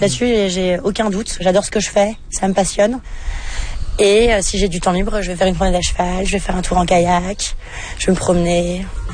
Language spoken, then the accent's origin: French; France; Il n'y avait encore personne qui s'était installé en Argentine pour faire ça en tant que Français.